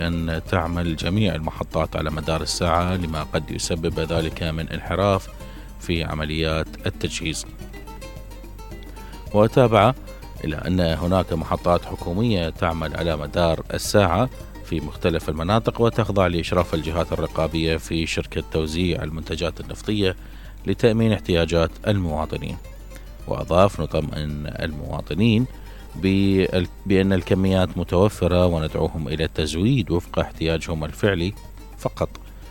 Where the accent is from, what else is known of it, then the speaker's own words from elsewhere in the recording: Basra, Basra Governorate, Iraq; عندنا بالبصرة